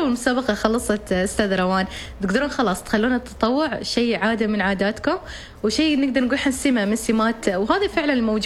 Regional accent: Oman; نحن كشباب عمانيين

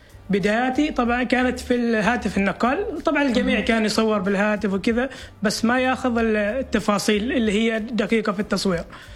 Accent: Oman

